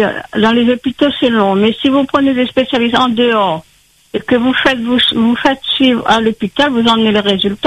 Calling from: Saint-Denis, Réunion; moi, je suis à Saint-Denis

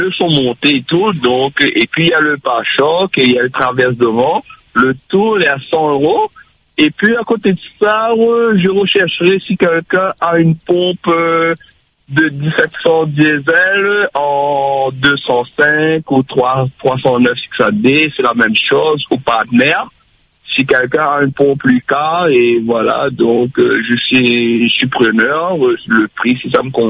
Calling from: Réunion; Moi, j'appelle de l'Est.

